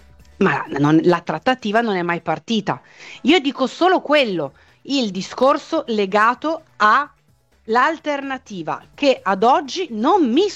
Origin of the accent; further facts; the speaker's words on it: Turin, Piedmont, Italy; now in Genoa, Italy; Io sono piemontese, Fabio mi chiede se sono piemontese, no, io vivo a Genova semplicemente per questioni di famiglia in questo momento, ma sono piemontesissima, sono di Torino più di tutti quanti voi.